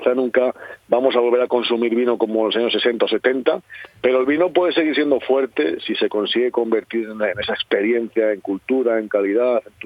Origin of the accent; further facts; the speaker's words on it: Toro, Castile and León, Spain; la de mi pueblo, la de Toro.